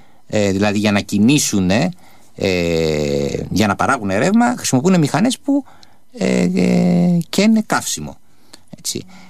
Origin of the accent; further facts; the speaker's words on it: Western Greece, Greece; σε μια περιοχή σαν την ορεινή ναυπακτία στο χωριό μου